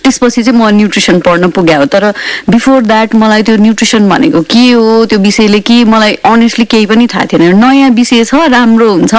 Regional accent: Kathmandu, Bagmati, Nepal; also born or lived in Jhapa; So जन्म चाहिँ त्यहाँ भयो, तर अब मेरो सम्पूर्ण म हुर्किने, मैले पढ्ने एभ्रिथिङ यतै काठमाडौँमै भएको हो।

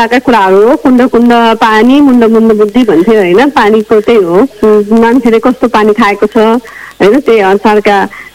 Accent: Kathmandu, Bagmati, Nepal; born there

